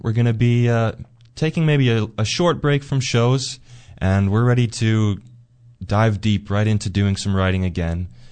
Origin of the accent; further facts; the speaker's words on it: Altona, Manitoba, Canada; it's my hometown and the hometown of Simon, our keyboardist, and my dad, our bass player as well.